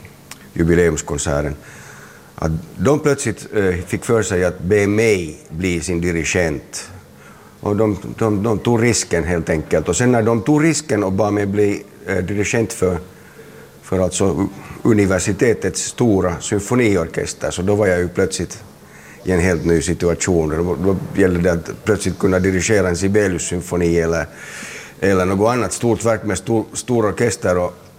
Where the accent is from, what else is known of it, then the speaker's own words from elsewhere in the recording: Helsinki, Uusimaa, Finland; jag är från Helsingfors och jag känner mig definitivt hemma på Drumsö där jag fortfarande har en bostad. Och där jag har bott sedan jag var 1 år gammal.